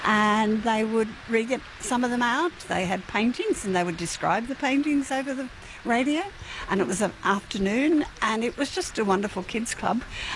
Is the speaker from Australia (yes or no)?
yes; Grafton, New South Wales, Australia; Well, I grew up in Grafton, and my mum had wonderful connections with the ABC